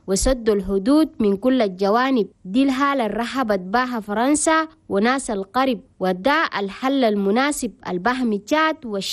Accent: Chad; بلدنا تشاد لقت الحرية والديمقراطية في سنة 1990 بعد دا جات مرحلة العدد والدستور الجديد في سنة 1996

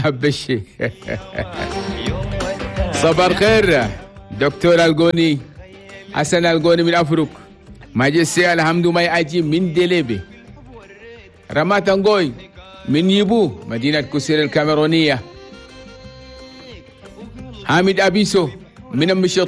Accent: Chad; بلدنا تشاد بلد توماي

